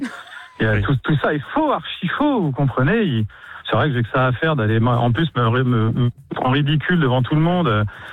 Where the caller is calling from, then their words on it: Orléans, Centre-Val de Loire, France; Alors moi, je suis sur Orléans.